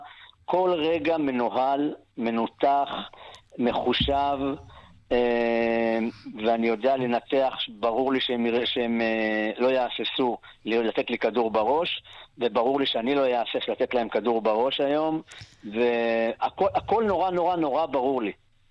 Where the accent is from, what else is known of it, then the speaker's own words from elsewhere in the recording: Be'eri, Southern District, Israel; גדלתי במקום כמו בערי, בדפוס בערי, שהיינו ארגון לומד.